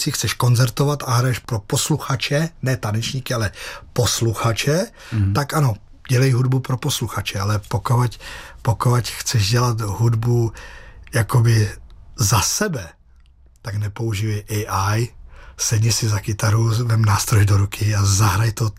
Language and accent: Czech; Plzeň Region, Czechia; jsem vyrůstal na Rokycansku